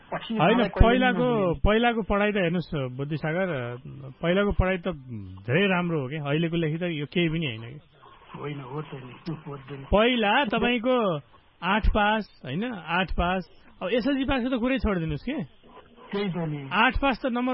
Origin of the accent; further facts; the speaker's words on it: Parbat, Gandaki Province, Nepal; भन्ने यो गीत मेरो घर पनि उतै होइन